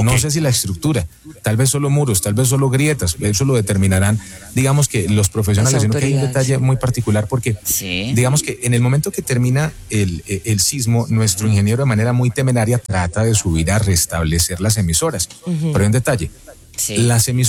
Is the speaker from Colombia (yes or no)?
yes; Armenia, Quindío, Colombia; now in Manizales, Colombia; es porque nosotros somos de Armenia y no tenemos familia aquí en Manizales.